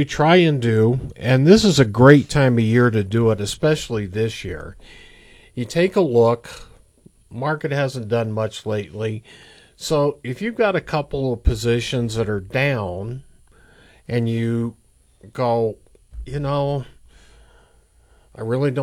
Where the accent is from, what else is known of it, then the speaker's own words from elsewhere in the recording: Woodway, United States; I'm from Woodway